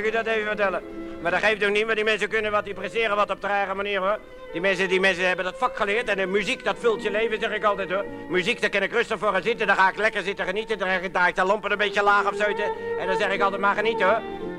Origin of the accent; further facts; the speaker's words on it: Netherlands; Zo zijn wij Hollanders, hè.